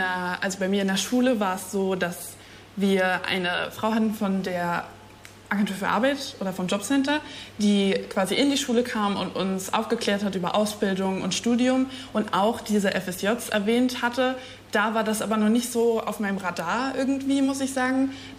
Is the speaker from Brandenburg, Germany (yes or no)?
yes; Eberswalde, Brandenburg, Germany; moved away as an adult; now in Bremerhaven, Germany; ich komme aus Eberswalde. Das ist eine Stadt in der Nähe von Berlin.